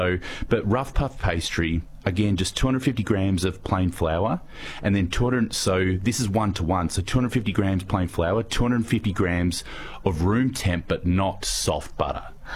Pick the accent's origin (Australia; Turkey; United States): Australia; Adelaide, South Australia; And I grew up in Adelaide, and I've still got this memory. I lived down in a road called Candy Road